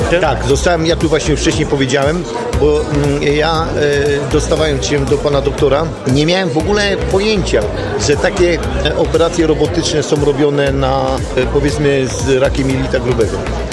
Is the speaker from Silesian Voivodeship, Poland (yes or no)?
yes; Zabrze, Silesian Voivodeship, Poland; z Zabrze.